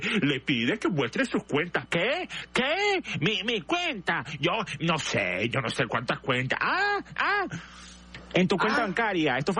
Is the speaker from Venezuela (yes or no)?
yes; Venezuela; Bueno, son ustedes, pero yo como venezolano estoy harto de que todos mientan.